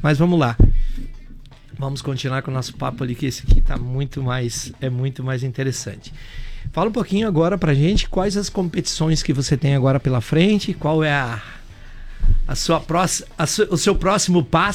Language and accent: Portuguese; Nova Itaberaba, Santa Catarina, Brazil; born there; eu nasci em Nova Itaberaba, fui estudar num colégio de freiras.